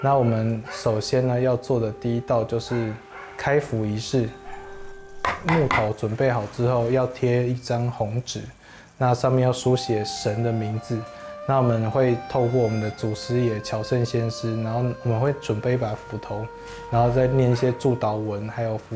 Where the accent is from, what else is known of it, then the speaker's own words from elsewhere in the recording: Lukang, Changhua County, Taiwan; 其实很好险是生长在鹿港，因为从小在那个环境的熏陶，包括因为庙宇跟古迹很多